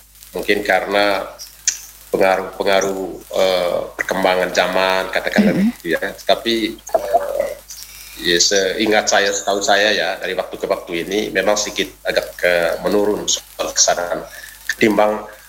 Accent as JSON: {"language": "Indonesian", "region": "East Nusa Tenggara", "country": "Indonesia", "said": "Kalau konteks Belis untuk kita orang Manggarai tidak seperti itu."}